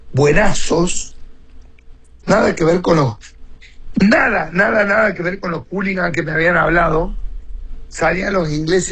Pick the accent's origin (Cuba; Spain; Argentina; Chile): Argentina; Córdoba; Entonces yo le digo, soy de Córdoba.